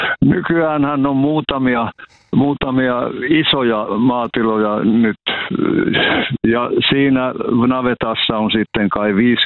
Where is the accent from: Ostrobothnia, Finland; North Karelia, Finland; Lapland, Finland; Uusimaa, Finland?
Ostrobothnia, Finland; Petolahti; now in Oravais, Finland; mä olen Petolahdesta kotoisin Etelä-Pohjanmaalta ja olen toiminut täällä kyläopettajana kyllä monena vuotena.